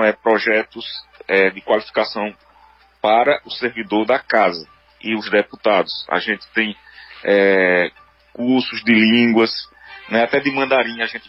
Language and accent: Portuguese; Caruaru, Pernambuco, Brazil; moved away as an adult; now in Recife, Brazil; hoje eu tô indo pra Caruaru, sua avó comigo. Entendeu? Eu todo final de semana eu tô indo, sabe? Eu sempre estou aí na minha terra.